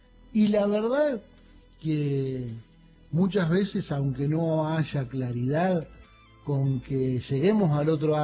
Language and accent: Spanish; Argentina; los argentinos estamos demostrando lo que nos distingue a nivel mundial en ese aspecto.